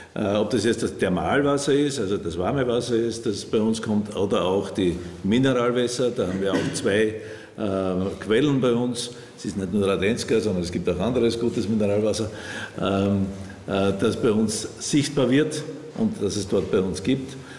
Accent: Styria, Austria; die Menschen in etwa gleich sind, normalerweise sind wir alle Steirer

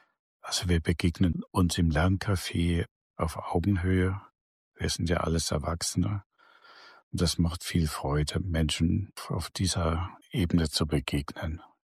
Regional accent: Germany; und ich bin aus Deutschland

